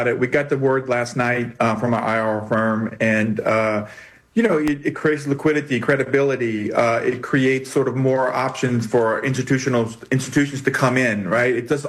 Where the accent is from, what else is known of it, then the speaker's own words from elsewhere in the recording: New Orleans, Louisiana, United States; so I went to LSU. I'm from New Orleans